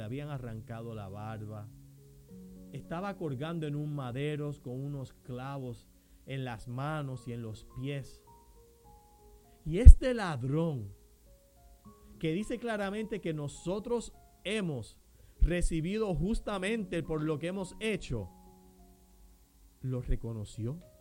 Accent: Caguas, Puerto Rico; como dicen en mi pueblo, por allí en Caguas

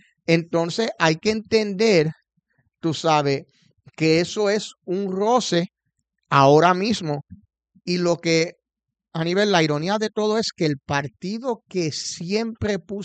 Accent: Puerto Rico; como puertorriqueño no podemos votar

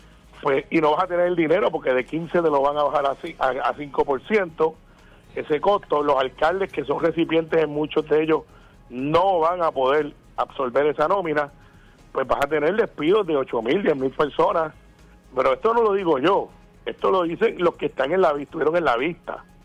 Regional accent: Puerto Rico; al igual que muchos puertorriqueños, yo escogí el partido del que yo milito.

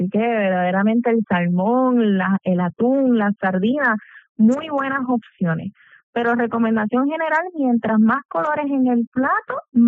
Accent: Puerto Rico; Somos una población puertorriqueña carnívora

